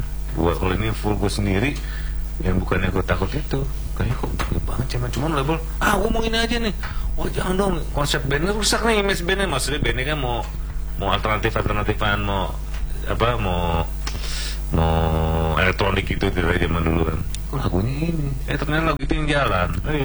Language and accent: Indonesian; Jakarta, Indonesia; born there; Gue sih emang orang Jawa, bapak ibu gue Jawa. Ibu Solo, bapak Jember. Cuma gue lahir di Jakarta, jadi Betawi, jadi Betokau gitu.